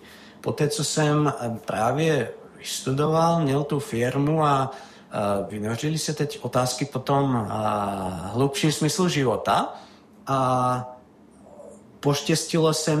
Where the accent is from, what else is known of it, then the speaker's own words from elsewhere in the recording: Trenčín, Trenčín Region, Slovakia; moved away; já jsem tedy z Trenčína původem, což je vlastně město, kde byla od v podstatě konce druhé světové války umístěna armáda.